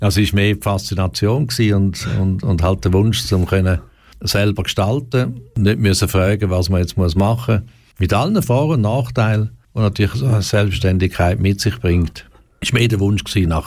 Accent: Romanshorn, Thurgau, Switzerland; ich habe als Bub in Romanshahn schon elektrische Sachen gebaut und verkauft

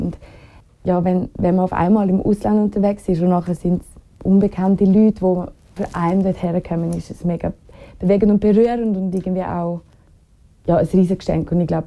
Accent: Graubünden, Switzerland; moved away as an adult; now in Zurich, Switzerland; Ich bin in Graubünden aufgewachsen, in den Bergen. Ich bin jetzt schon seit 11 Jahren in Zürich.

